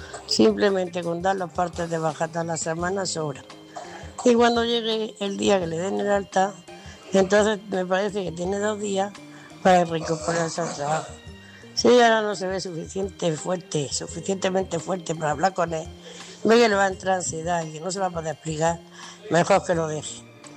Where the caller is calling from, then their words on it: Murcia, Region of Murcia, Spain; de Murcia